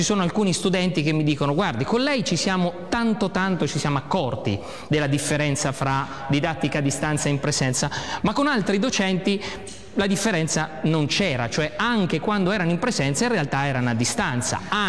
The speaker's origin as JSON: {"language": "Italian", "region": "Umbria", "country": "Italy", "said": "Vengo dall'Umbria"}